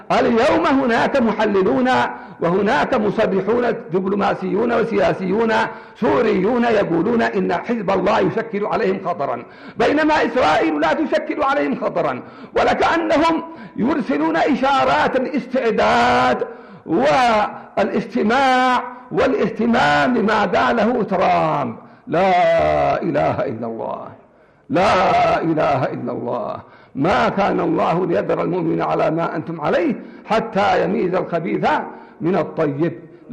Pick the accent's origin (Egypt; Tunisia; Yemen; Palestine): Yemen